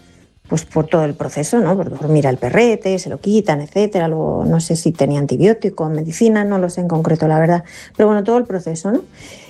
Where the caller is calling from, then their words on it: Cercedilla, Community of Madrid, Spain; Buenas tardes … de Cercedilla, Madrid.